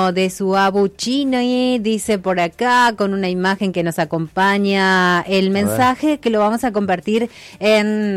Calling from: San Antonio Oeste, Río Negro, Argentina; Desde San Antonio Oeste.

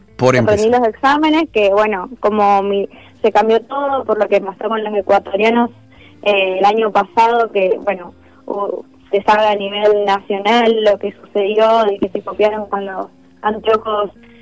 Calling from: Argentina

